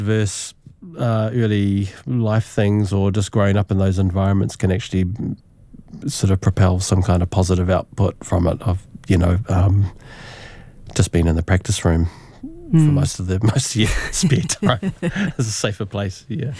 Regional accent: New Zealand; born or raised there; moved away

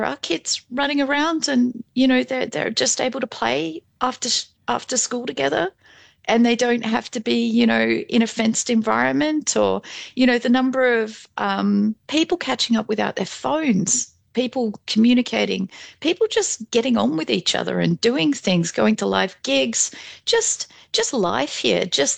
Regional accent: Australia; So I grew up in Outback Australia.

